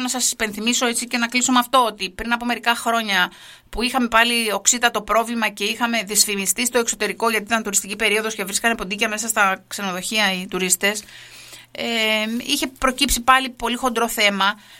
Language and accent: Greek; Laganas, Ionian Islands, Greece; στην ιδιαίτερη, πολύ ιδιαίτερη περιοχή που μεγάλωσα στο Λαγανά